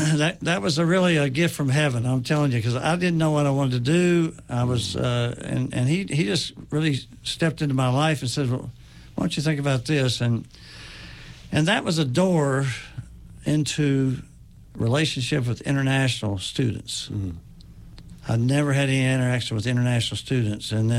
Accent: Bristol, United States; also born or lived in New Jersey; I was born in 47, mm-hmm. So I was born in New Jersey, mm-hmm. 2 years old when they moved back to Bristol.

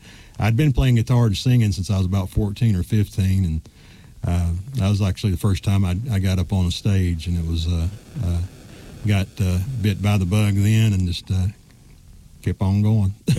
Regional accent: Grundy, Virginia, United States; also born or lived in Pikeville, Kentucky; I was born in Pike County, Pikeville, Kentucky. Raised across the line over in Buchanan County, Grundy, Virginia.

